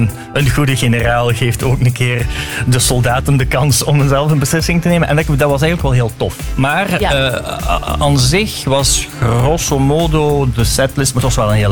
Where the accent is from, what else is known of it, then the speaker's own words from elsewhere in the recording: Limmen, North Holland, Netherlands; ik ben van Limmer, ik weet hoe ik er rond moet lullen.